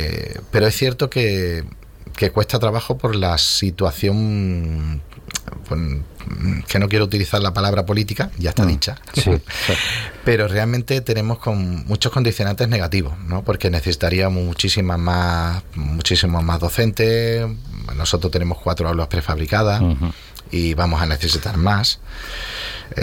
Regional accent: Almería, Andalusia, Spain; Para mí no hay tierra, no, mi tierra es el mundo, ¿no? Y no considero que Almería sea más tuya por llamarte Eva o mía por … que de Mustafa o de Fátima

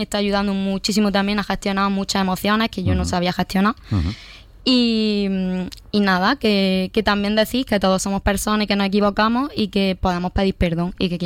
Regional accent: Almería, Andalusia, Spain; moved away; yo me fui de Almería, me fui a Granada, me salió trabajo en Granada, dejé todo, dejé a mi familia, dejé a mi amigo, dejé todo.

